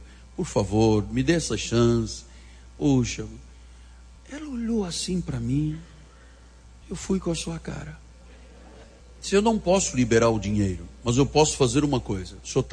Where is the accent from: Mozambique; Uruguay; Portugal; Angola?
Portugal; accent: Portuguese; now in Brazil; ele reconheceu no meu sotaque, que eu tinha origem portuguesa